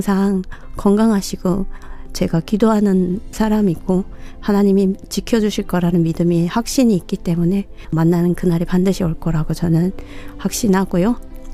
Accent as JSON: {"language": "Korean", "country": "North Korea", "moved": "yes", "lives_now": "South Korea"}